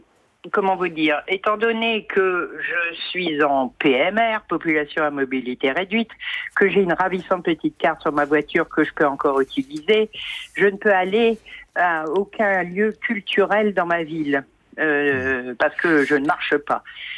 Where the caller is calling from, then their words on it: Amiens, Hauts-de-France, France; De cette charmante ville d'Amiens.